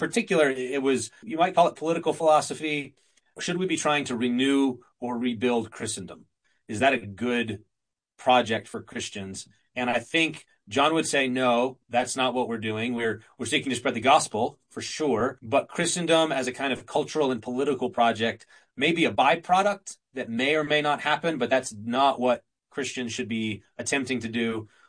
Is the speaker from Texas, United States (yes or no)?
yes; Midland, Texas, United States; So I was born and raised in West Texas and spent about 23 years in Texas as a whole. So grew up whole life in West Texas, Midland.